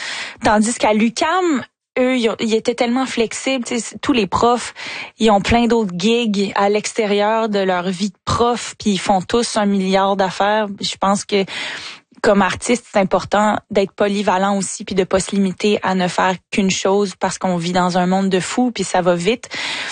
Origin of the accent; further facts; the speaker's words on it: Montreal, Quebec, Canada; On est tellement bien au Québec. Vive le Québec. J'aime tellement, tellement ma ville, Montréal et le Québec en entier.